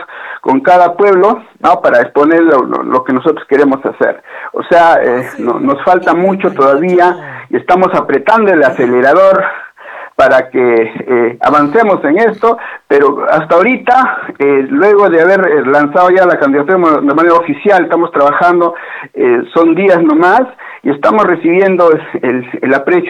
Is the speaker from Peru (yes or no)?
yes; Candarave, Tacna, Peru; tanto quiero a mi tierra